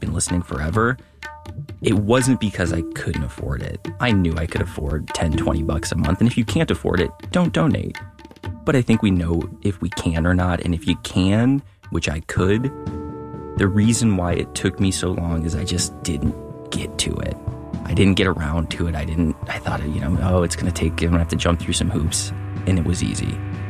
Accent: Holly Springs, North Carolina, United States; from Holly Springs

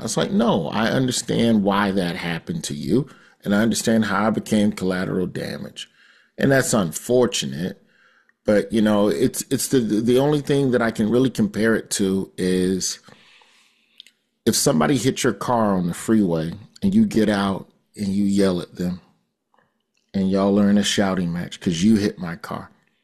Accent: the South, United States; When I was growing up in the South, consistent male role models were far and few in between.

